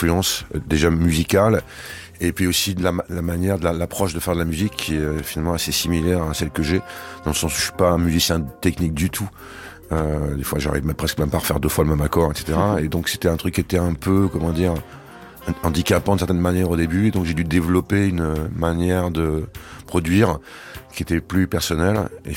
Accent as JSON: {"language": "French", "town": "Nice", "region": "Provence-Alpes-Côte d'Azur", "country": "France", "said": "Je suis niçois, donc il y avait un festival de jazz à Nice qui s'appelait la Grande Parade du Jazz."}